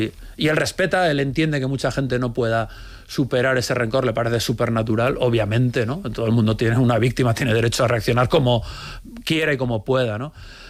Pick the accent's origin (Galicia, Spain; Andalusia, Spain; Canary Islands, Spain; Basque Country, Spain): Basque Country, Spain; San Sebastián; Yo soy de San Sebastián, del año 76.